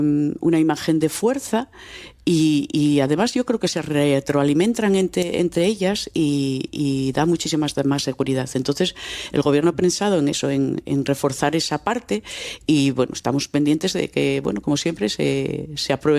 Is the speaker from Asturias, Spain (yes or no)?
yes; Güeria Carrocera, Asturias, Spain; Sí, soy de la cuenca, soy de la Güeria Carrocera.